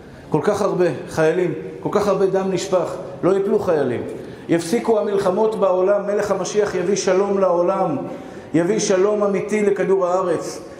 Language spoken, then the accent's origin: Hebrew; Bnei Brak, Tel Aviv District, Israel; אני דוס מבני ברק, אתם רואים זקן לבן, כיפה שחורה, בני ברקי